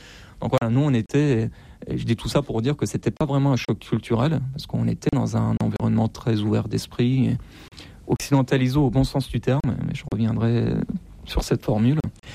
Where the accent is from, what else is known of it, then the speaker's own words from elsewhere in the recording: Iran; Moi, j'ai grandi en Iran sous Ahmadinejad, Khatami, Rouhani, donc des présidents conservateurs et réformateurs.